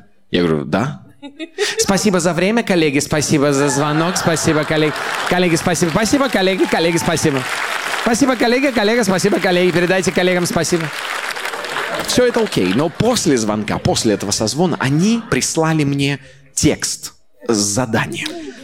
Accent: Kazakhstan; я сам из Казахстана

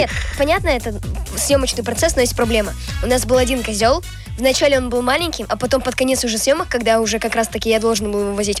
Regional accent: Moscow, Russia; born there; я родилась в Москве.

